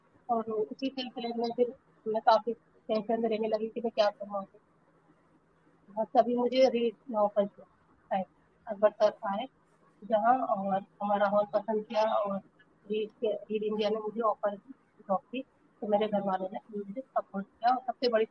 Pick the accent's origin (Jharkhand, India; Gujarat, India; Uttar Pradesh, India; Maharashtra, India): Uttar Pradesh, India; Rampur; और मैं रामपुर शहर के छोटे से मोहल्ले कलगत के रहने वाली हूँ।